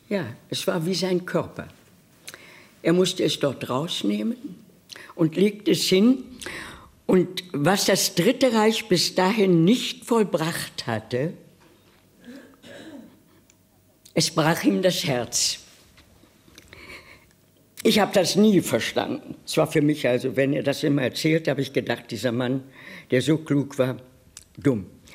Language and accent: German; Berlin, Germany; So, also ich bin eine Berlinerin.